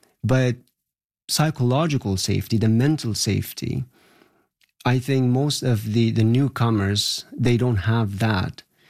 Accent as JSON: {"language": "English", "country": "Afghanistan", "tie": "born or raised there", "moved": "yes", "lives_now": "Canada", "said": "So growing up in Afghanistan, growing up during the war, I was very reserved and also allowing people more space. And those things, coming to Canada and finding yourself in the dating scenes, those did not translate."}